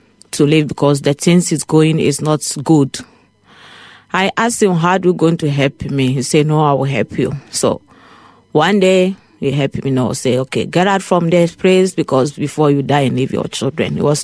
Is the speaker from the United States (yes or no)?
no; Ghana; moved away as an adult; now in Ireland; I come from Ghana.